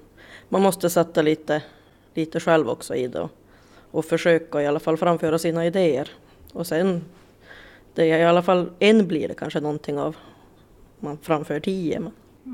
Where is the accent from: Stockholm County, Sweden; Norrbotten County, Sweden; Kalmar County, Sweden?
Norrbotten County, Sweden; Pajala; No, jag är ju uppväxt i Pajala.